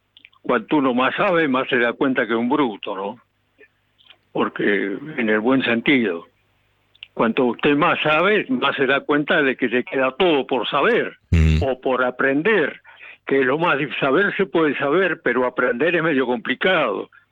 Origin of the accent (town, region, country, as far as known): Argentina